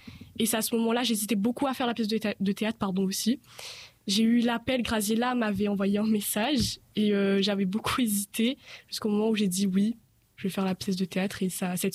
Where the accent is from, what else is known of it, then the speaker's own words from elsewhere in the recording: Saint-André, Réunion; je viens de Saint-André